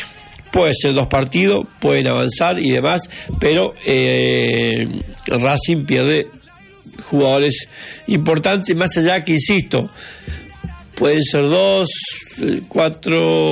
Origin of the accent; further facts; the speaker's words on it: Avellaneda, Santa Fe, Argentina; somos todos de Avellaneda